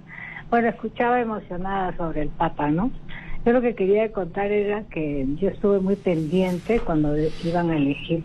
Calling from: Lima, Peru; de Magdalena.

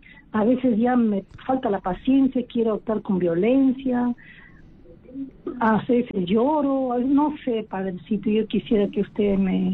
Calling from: Trujillo, La Libertad, Peru; Trujillo.

